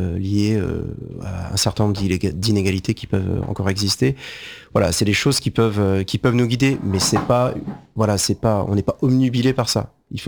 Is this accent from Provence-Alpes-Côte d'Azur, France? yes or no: no; Grand Est, France; je suis alsacien